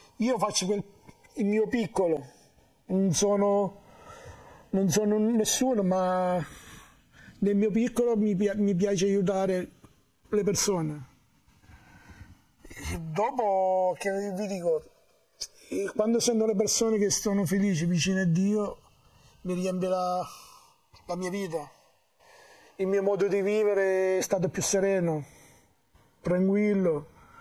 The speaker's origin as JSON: {"language": "Italian", "area": "Catania", "region": "Sicily", "country": "Italy", "moved": "as an adult", "lives_now": "Comunanza, Italy", "said": "vengo da Catania, un paese che si chiama Grano sotto le pendici dell'Etna. Da circa 11-12 anni mi sono trasferito nelle Marche, in un paese che si chiama Comunanza."}